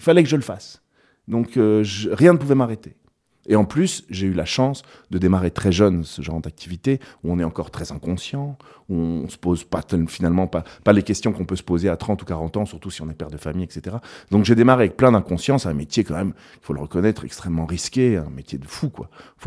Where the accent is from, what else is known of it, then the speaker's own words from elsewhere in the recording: Switzerland; j'ai travaillé 2 ans en Suisse, parce que je suis suisse, donc du coup, j'ai la possibilité de travailler là-bas.